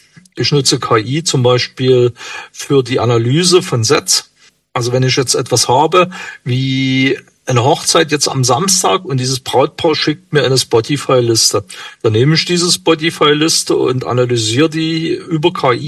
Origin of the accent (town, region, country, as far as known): Saxony, Germany